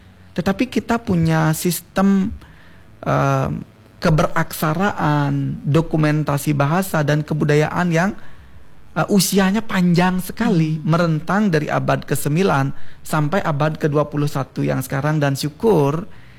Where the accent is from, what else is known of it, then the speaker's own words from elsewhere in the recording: Bali, Indonesia; first language Balinese; Indonesian is a second language; kita sebagai orang Bali menuturkan bahasa Bali sebagai bahasa ibu